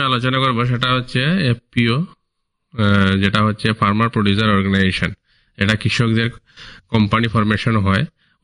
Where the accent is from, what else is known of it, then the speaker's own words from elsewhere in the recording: Tripura, India; যেমন তো আমাদের ত্রিপুরা রাজ্যে বাঁশের অনেক স্পেসিস আছে